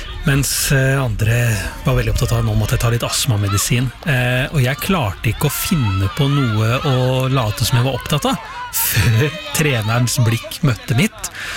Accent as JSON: {"language": "Norwegian", "town": "Porsgrunn", "region": "Telemark", "country": "Norway", "tie": "born or raised there", "said": "Ja, altså, det var cup hjemme i Porsgrunn. Jeg var kanskje 11-12 år gammel."}